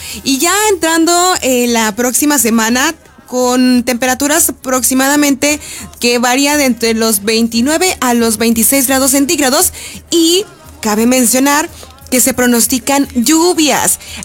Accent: Tangamandapio, Michoacán, Mexico; moved away; Yo estuve por allá en Tangamandapio, mi pueblo natal

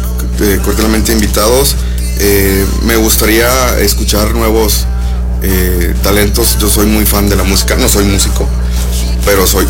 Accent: Huasteca, Mexico; como somos de la Huasteca nosotros dos

